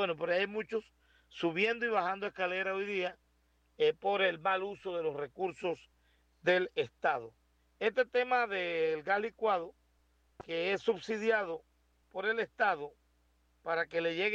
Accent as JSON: {"language": "Spanish", "country": "Panama", "said": "Soy un panameño, siempre compro el tanque de 25 libras. Estoy clarito como panameño"}